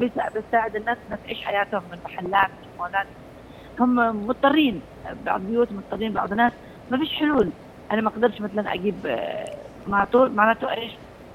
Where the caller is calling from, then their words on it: Yemen; عندنا في اليمن